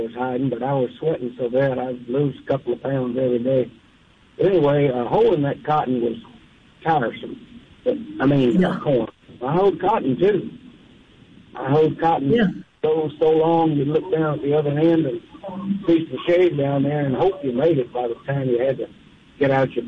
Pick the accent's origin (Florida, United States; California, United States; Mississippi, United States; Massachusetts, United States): Mississippi, United States; Starkville; now in Florence, Mississippi, United States; I grew up on the Mississippi State campus. And back in the 50s, when I was a youngster, I worked for the experiment station down in the cornfields and cotton.